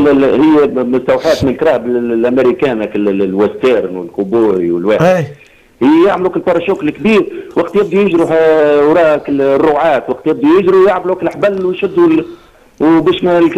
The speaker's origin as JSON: {"language": "Arabic", "country": "Tunisia", "said": "عندنا في تونس"}